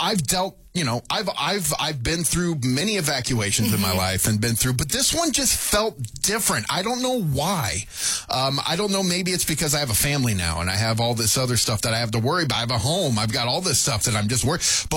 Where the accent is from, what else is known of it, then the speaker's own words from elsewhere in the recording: West Coast, United States; And growing up in the West Coast, I mean